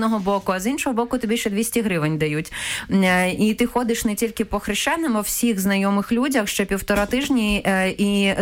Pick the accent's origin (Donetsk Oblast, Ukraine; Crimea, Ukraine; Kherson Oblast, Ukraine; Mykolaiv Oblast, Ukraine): Kherson Oblast, Ukraine; Kherson; я родом з Херсона, де закінчила і школу, і університет.